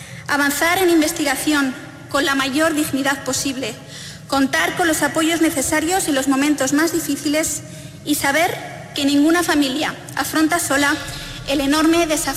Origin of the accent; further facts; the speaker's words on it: La Rioja, Spain; es un orgullo como riojanos comprobar que nuestra comunidad se sitúa entre las regiones con mayor nivel de avance.